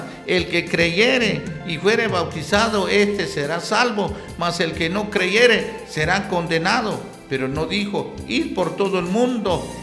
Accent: Guatemala; nosotros como campesinos guatemaltecos

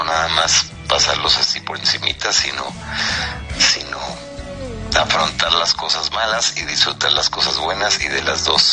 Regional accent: Mexico; somos mexicanos, tenemos que hacerlo en español.

